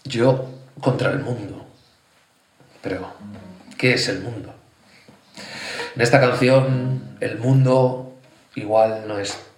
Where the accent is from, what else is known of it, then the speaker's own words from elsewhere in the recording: Valencia, Valencian Community, Spain; nací en Valencia y he vivido hasta la mayoría de mi vida realmente en Valencia, que ahora vivo en el campo.